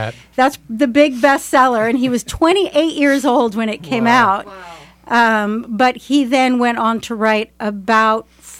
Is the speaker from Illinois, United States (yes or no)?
no; Berkeley, California, United States; born there; And I was born in Berkeley that year.